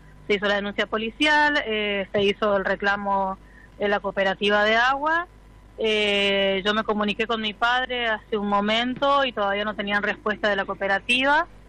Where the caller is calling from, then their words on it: Barranqueras, Chaco, Argentina; yo estoy vivo en Barranquera